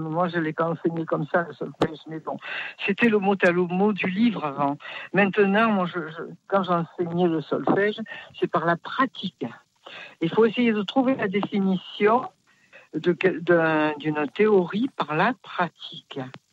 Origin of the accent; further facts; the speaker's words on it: Poitiers, Nouvelle-Aquitaine, France; now in Marseille, France; Je suis native de Poitiers.